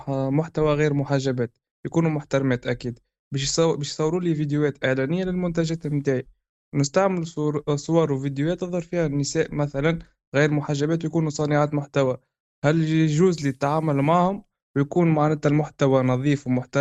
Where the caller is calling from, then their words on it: Tunisia; انا شاب تونسي